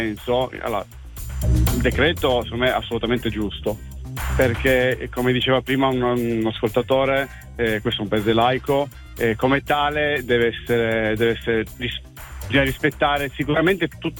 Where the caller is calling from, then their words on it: Turin, Piedmont, Italy; Da Torino, in questo momento sto guidando.